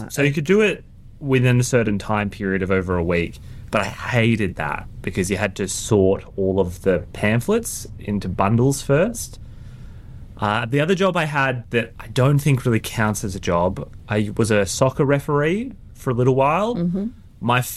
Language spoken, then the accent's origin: English; Canberra, Australian Capital Territory, Australia; I grew up in Canberra.